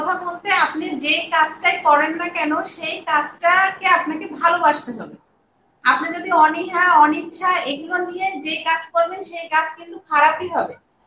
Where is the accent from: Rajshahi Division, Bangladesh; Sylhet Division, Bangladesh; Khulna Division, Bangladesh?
Khulna Division, Bangladesh; Kushtia; আমি তো কুষ্টিয়ার মেয়ে, কুষ্টিয়ায় পড়ালেখা বড় হওয়া